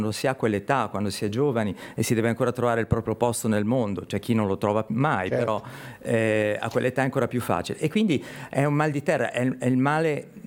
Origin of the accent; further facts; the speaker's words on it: Chiavari, Liguria, Italy; esatto, e poi comunque sono sempre tornato a Chiavari. Me ne sono reso conto di quanto sia attaccato alla mia terra andando a vivere, certo, al di là dell'Appennino.